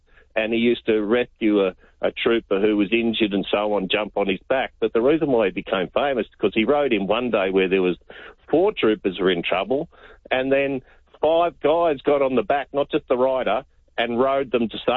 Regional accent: Melbourne, Victoria, Australia; now in Ringwood, Australia; I come from Ringwood at the minute, and I'll defend Ringwood. I was born and bred in East Doncaster. I'll defend East Doncaster. You know, but, you know, when I was a young bloke, I'm 62 now.

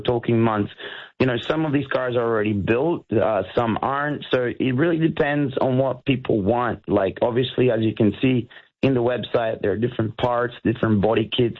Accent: Australia; also born or lived in Brazil; I've moved around a lot, but I was born in Brazil, but I grew up in Australia.

